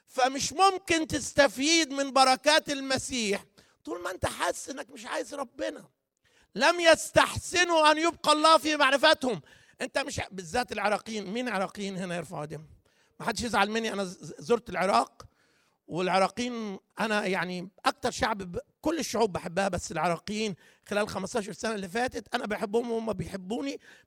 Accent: Upper Egypt, Egypt; now in Netherlands; انا اخوكم صعيدي

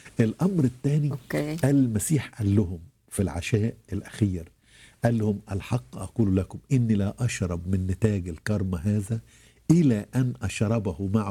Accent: Egypt; عندنا في مصر

